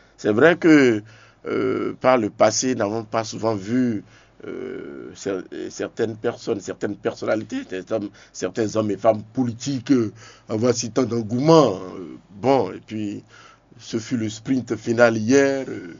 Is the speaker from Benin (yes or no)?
yes; Benin; Bon, on dirait chacun, tous nous sommes des Béninois, non?